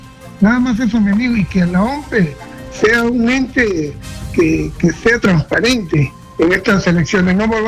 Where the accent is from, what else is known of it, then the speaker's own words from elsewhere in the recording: Peru; Entonces queremos nosotros como peruanos unirnos y ver cómo podemos salir de esto adelante.